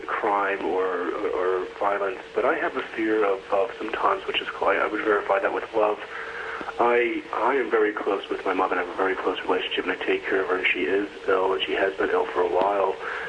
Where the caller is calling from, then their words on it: New Jersey, United States; and I'm calling from New Jersey.